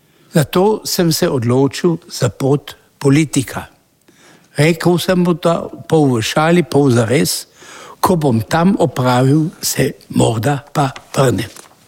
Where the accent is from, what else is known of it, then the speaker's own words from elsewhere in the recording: Škocjan, Carinthia, Austria; born there; accent: Rož dialect; also born or lived in Klagenfurt, Austria / Šmarjeta v Rožu, Austria; naša družina, mama s tremi otroki, smo pribežali iz bombardiranega Celovca v Šmarjetovo rožo na mamin dom. Tam sem se naučil slovenske rožanščine, čeprav me kot meščana tudi tam so skušali nekateri nagovarati po nemško, ker sem bil pač iz mesta. Leta 50 moja preselitev v Škocjan